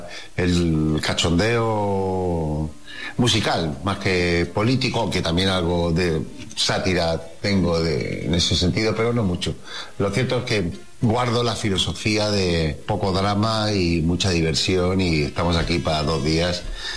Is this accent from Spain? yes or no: yes; Cádiz, Andalusia, Spain; Pues aquí estoy en Cádiz, mi tierra.